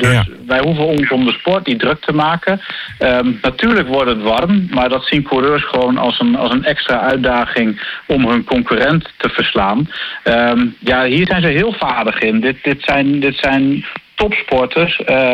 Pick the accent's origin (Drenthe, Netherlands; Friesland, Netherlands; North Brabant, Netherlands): Drenthe, Netherlands; Assen; Als Assenaar, als Drent.